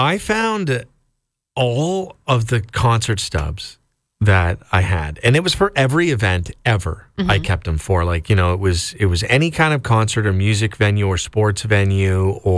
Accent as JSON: {"language": "English", "town": "Waterloo", "region": "Ontario", "country": "Canada", "tie": "born or raised there", "moved": "yes", "lives_now": "Barrie, Canada", "said": "I had to travel back to my hometown, Waterloo"}